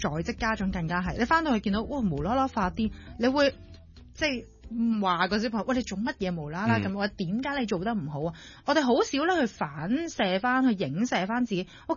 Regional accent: Hong Kong

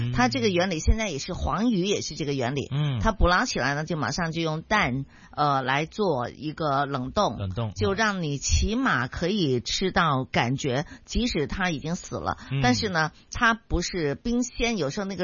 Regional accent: Chaozhou, Guangdong, China; 杨师傅也是我们潮州人呢

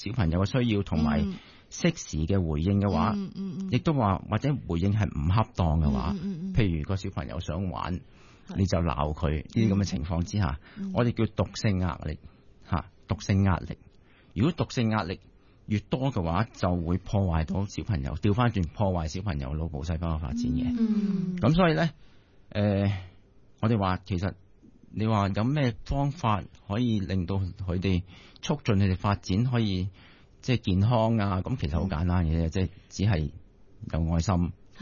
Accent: China; 其實證明咗我哋中國人個至理名言咧，就係三歲定八十。

